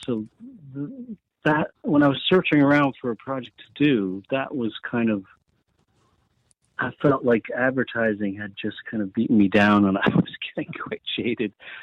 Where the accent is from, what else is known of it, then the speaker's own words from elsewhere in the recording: Toronto, Ontario, Canada; now in United Kingdom; See, I grew up in Toronto, just north of Toronto, and one of my oldest best friends, when I moved to the UK, he moved out to Halifax.